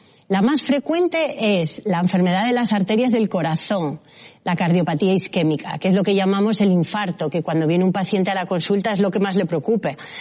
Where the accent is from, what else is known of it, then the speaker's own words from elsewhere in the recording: Asturias, Spain; Soy asturiana y como buena asturiana